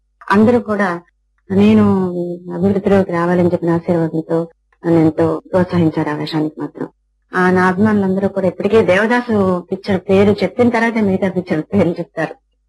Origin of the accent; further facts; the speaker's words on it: Vijayawada, Andhra Pradesh, India; moved away; also born or lived in Madras; నేను పుట్టింది పెరిగింది ఈ ఊరే.